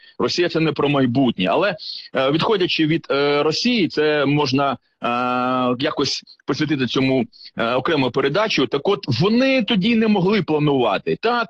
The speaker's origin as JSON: {"language": "Ukrainian", "town": "Mykolaiv", "region": "Mykolaiv Oblast", "country": "Ukraine", "tie": "born or raised there", "said": "мій рідний Миколаїв"}